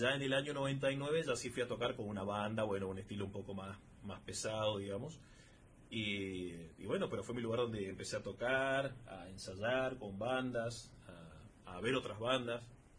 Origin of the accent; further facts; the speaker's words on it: Malargüe, Mendoza, Argentina; also born or lived in San Rafael; Soy concebido en San Rafael, gestado acá en Malargüe, nacido en San Rafael